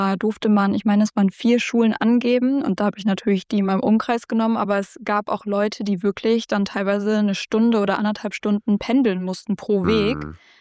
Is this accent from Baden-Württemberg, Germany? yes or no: no; North Rhine-Westphalia, Germany; ich bin hier im Ländlichen, wo ich aufgewachsen bin auch. Und jetzt ist es aber so, okay, vielleicht komme ich auch einfach ans andere Ende von Nordrhein-Westfalen